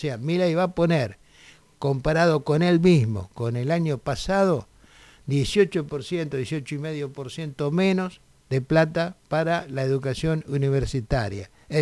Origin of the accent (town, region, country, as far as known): Argentina